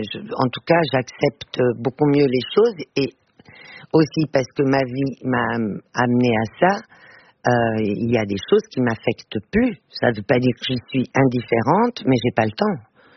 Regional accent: Portugal; first language Portuguese; French is a second language; moved away; also born or lived in Belgium / France; Oui, en famille, c'est ma langue maternelle.

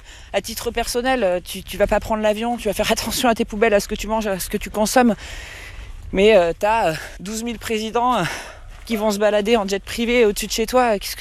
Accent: Correns, Provence-Alpes-Côte d'Azur, France; Je suis humoriste. Et je suis originaire du petit village de Corrence.

